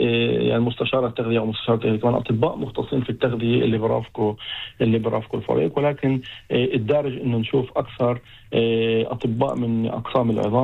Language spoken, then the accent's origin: Arabic; Israel; في بلادنا في إسرائيل